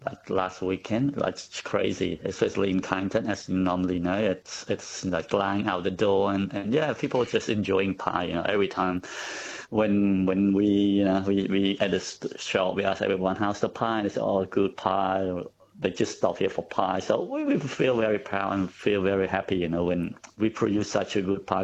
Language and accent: English; Cambodia; now in Australia; No, not at all. Because we didn't have pie in Cambodia, you know. We don't have pie in Cambodia.